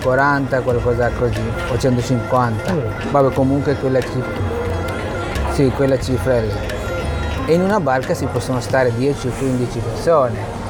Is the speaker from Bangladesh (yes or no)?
yes; Bangladesh; Italian is a second language; moved away as an adult; now in Genoa, Italy; Io vengo dal Bangladesh.